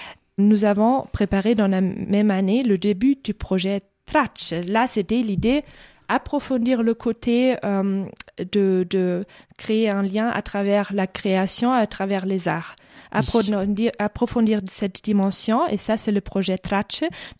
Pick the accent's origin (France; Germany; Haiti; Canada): Germany; accent: German; French is a second language; moved away; also born or lived in Italy; Moi, je ne suis pas italienne, je suis allemande, mais j'ai vécu en Italie.